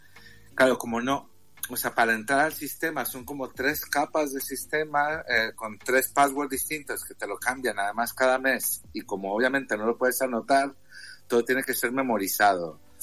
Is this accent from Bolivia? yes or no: no; Mexico; now in Spain; En México se le dice pluma. Es que yo soy mexicano.